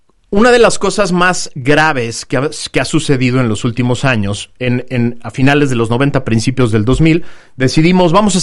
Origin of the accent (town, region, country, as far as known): Mexico